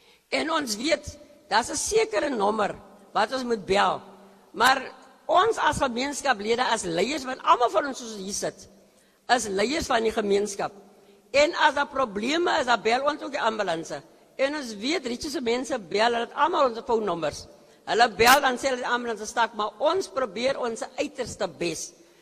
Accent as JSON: {"language": "Afrikaans", "town": "Kimberley", "region": "Northern Cape", "country": "South Africa", "said": "ek is van Roodepan."}